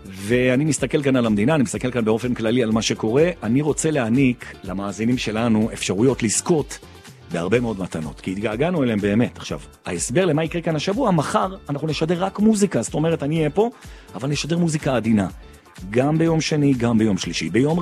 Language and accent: Hebrew; Jerusalem, Jerusalem District, Israel; לא משנה, גם כירושלמי זה מוסיף לי יותר